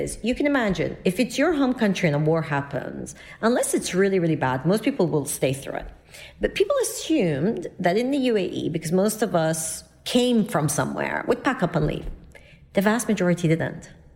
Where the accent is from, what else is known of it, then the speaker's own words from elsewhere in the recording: London, United Kingdom; now in United Arab Emirates; You know, I came here from London and a lot of Brits are quite cynical when you talk about these things